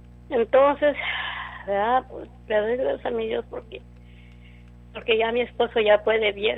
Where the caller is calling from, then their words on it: Mercedes, Texas, United States; De Mercedes.